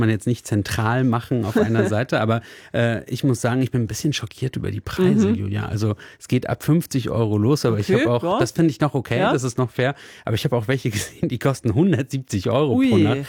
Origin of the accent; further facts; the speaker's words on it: Rostock, Mecklenburg-Vorpommern, Germany; Ich bin ja in Rostock aufgewachsen, quasi am Strand.